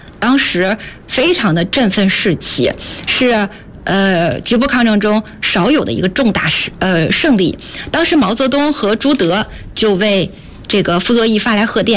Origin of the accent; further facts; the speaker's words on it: Baoding, Hebei, China; 他也是咱们保定人